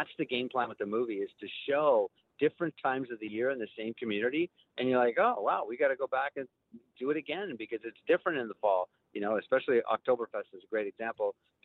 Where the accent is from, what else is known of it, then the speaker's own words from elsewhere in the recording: Canada; the biggest thing for me, being Canadian as I am, I'm like, there is so much to uncover in this country.